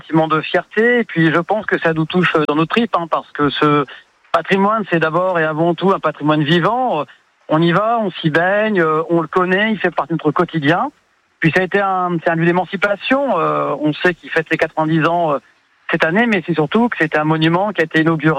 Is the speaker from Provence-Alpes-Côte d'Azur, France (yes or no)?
no; Hauts-de-France, France; nous on est des Hauts-de-France